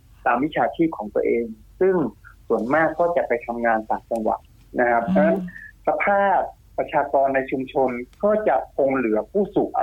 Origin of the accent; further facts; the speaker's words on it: Chiang Rai, Thailand; now in Kung Taphao, Uttaradit, Thailand; จริงๆผมเป็นคนจังหวัดเชียงรายนะครับแล้วก็มาเป็นเขยที่จังหวัดอุตรดิตถ์นะครับ